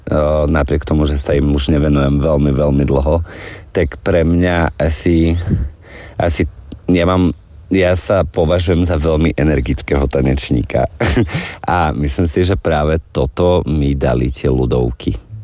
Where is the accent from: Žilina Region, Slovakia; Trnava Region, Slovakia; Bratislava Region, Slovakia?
Bratislava Region, Slovakia; Bratislava; born there; ja som z Bratislavy, teda narodil som sa v Bratislave